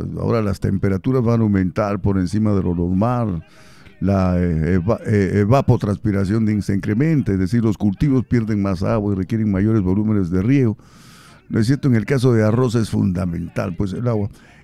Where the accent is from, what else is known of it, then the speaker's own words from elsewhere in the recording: Arequipa, Peru; de mis aires, mi tierra. Carabelí.